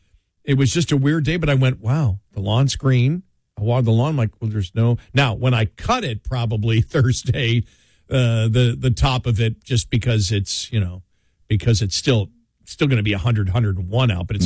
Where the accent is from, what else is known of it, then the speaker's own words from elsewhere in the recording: Buffalo, New York, United States; And that's the weirdest thing growing up in Buffalo, that somebody who grew up in Buffalo, where the temperature